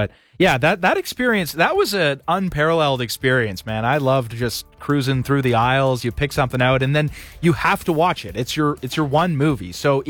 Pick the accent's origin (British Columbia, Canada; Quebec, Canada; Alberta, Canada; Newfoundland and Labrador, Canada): British Columbia, Canada; Campbell River; moved away; everyone in my hometown, Campbell River, loved Funtasia.